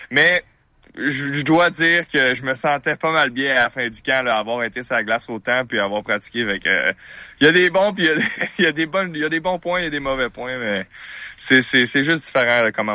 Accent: Quebec, Canada; mais je suis fier québécois, fier canadien.

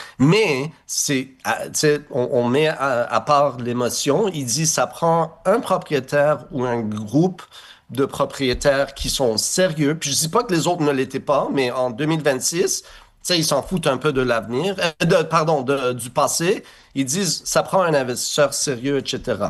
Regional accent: Montreal, Quebec, Canada; le fait que moi, je suis Montréalais, je suis Québécois, je suis ici, je suis bilingue, comme on dit

